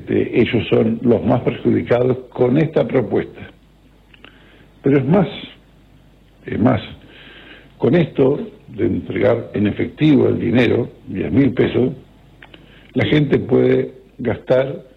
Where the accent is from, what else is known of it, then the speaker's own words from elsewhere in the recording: Uruguay; somos uruguayos.